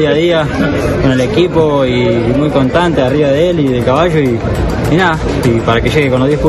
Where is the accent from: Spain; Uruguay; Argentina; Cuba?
Argentina; Río Cuarto, Córdoba; De Córdoba, de Río Cuarto.